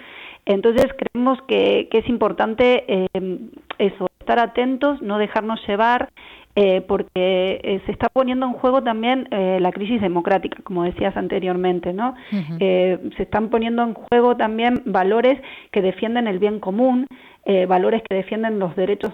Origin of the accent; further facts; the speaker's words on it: Argentina; now in Spain; yo soy argentina, de origen argentino